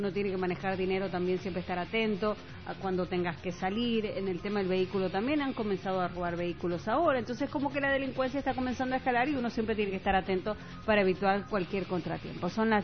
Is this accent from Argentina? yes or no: no; Bolivia; Creo que la mayoría somos bolivianos imparables